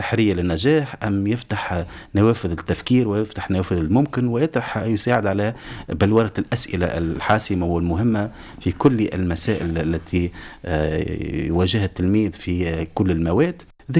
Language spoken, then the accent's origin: Arabic; Tunisia